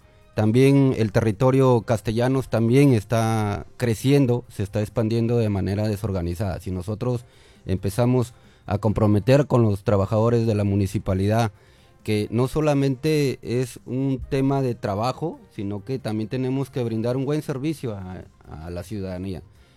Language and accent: Spanish; Castilla, Piura, Peru; Nosotros somos nacidos en Campo Polo.